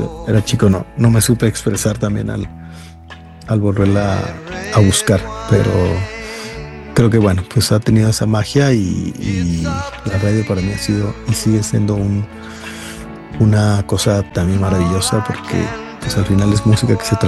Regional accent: Guadalajara, Jalisco, Mexico; una radio universitaria en Guadalajara, que es de la ciudad de donde yo soy

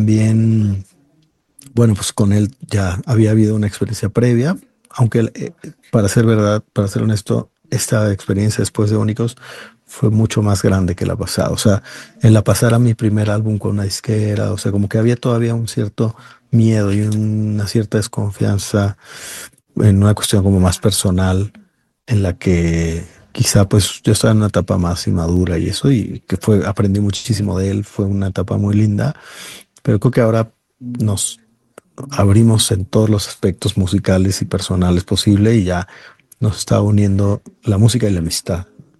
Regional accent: Guadalajara, Jalisco, Mexico; una radio universitaria en Guadalajara, que es de la ciudad de donde yo soy

